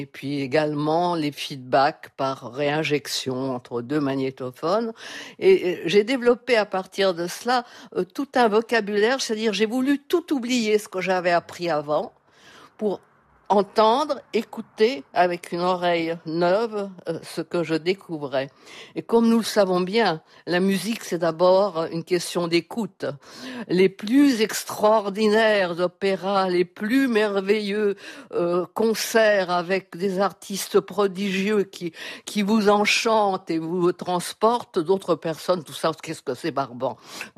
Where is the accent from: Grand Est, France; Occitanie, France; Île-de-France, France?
Île-de-France, France; Paris; born there; moved away; also born or lived in Nice; où mes parents habitaient toujours, je suis née à Paris